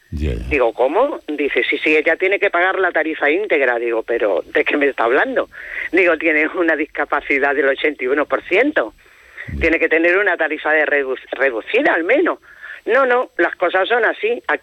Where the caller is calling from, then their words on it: Málaga, Andalusia, Spain; somos de Málaga y lo que nos hemos trasladado es aquí a La Rioja por una parte por motivos de trabajo